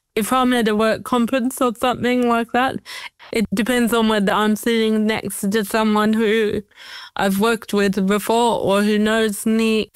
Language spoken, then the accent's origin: English; New South Wales, Australia; I mean, I'm from the Hunter Valley, Sam.